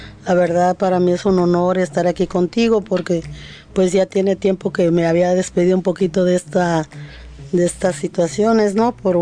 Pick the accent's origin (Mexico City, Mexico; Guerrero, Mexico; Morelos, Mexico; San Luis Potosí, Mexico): Guerrero, Mexico; Tecpan de Galeana; now in Coyuca, Mexico; yo soy de la colonia 20 de noviembre, de un pueblo de una localidad de Tecpan de Galeana, Guerrero. Mi infancia fue allá, ya nací, ahí dejé mi ombligo, ahora sí como popularmente se dice, enterrado.